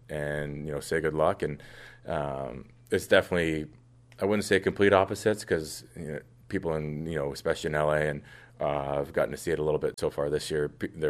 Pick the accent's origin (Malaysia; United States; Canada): Canada; Toronto, Ontario; Yeah, no, it was one of those things where for me growing up in Toronto, you know the rivalry with Montreal and Toronto, and Toronto and Ottawa.